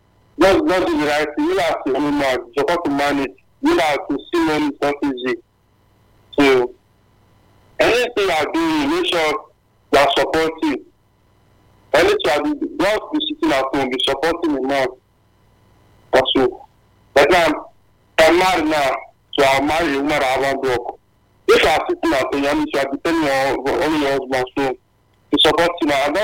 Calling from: Edo, Nigeria; I'm calling in from Edo State.

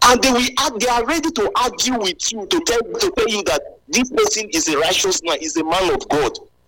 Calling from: Ugbo, Nigeria; I'm calling from Ugbo.

